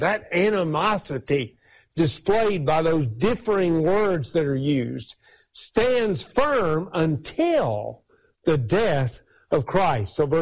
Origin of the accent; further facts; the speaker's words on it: United States; I, of course, grew up in the United States of America. My native language is English. I really don't know any other language.